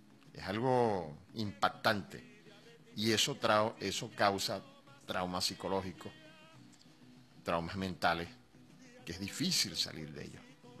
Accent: Venezuela; nosotros somos venezolanos y este país es de todos

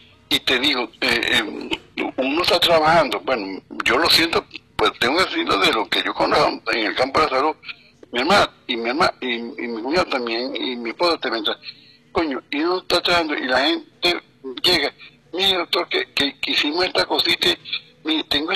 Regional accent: Yaracuy, Venezuela; born there; now in Valencia, Venezuela; sea aquí en Valencia, sea allá en mi pueblo, en Irbo, en Yaracuy

